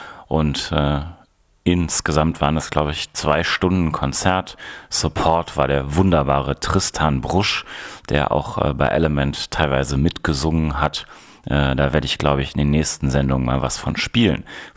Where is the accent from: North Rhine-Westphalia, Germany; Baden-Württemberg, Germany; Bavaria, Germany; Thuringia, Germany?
North Rhine-Westphalia, Germany; Wuppertal; in einem unglaublichen Gebäude in meiner Heimatstadt, in der historischen Stadthalle Wuppertal